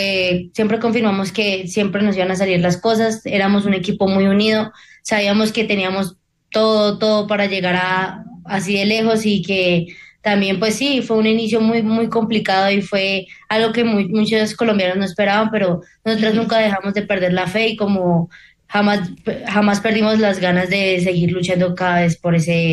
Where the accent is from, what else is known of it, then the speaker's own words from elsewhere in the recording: Colombia; porque pues somos colombianos y pues el corazón de un colombiano es muy difícil de quebrar.